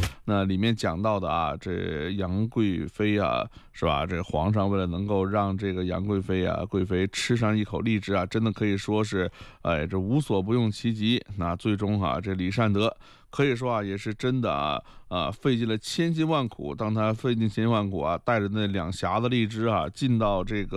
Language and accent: Chinese; northern China, China; 咱作为一个北方人